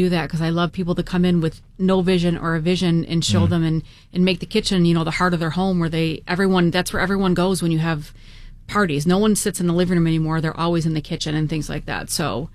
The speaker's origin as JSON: {"language": "English", "region": "Michigan", "country": "United States", "tie": "born or raised there", "moved": "as an adult", "lives_now": "New England, United States", "said": "originally I'm from the Midwest, grew up in Michigan. I've been in New England for about 20 years now"}